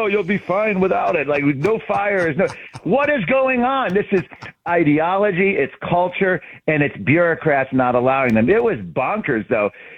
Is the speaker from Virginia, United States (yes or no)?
yes; Virginia, United States; And I grew up in Virginia, so it was hotter. I had relatives in Pennsylvania and New Jersey. And growing up in the 60s, 70s